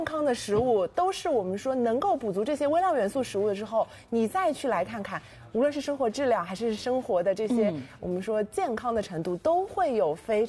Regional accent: Shanghai, China; 但是我们上海人群其实每天的这个硒的摄入量是只有17微克

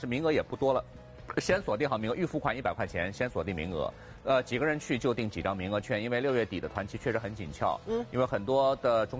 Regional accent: Shanghai, China; 北方的美食其实我们上海人更加能接受，对吧？

